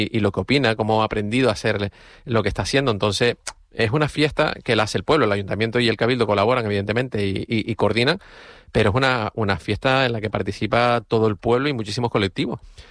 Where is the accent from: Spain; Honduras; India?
Spain; Güímar, Canary Islands; moved away; yo soy guimarero, no vivo en Guimar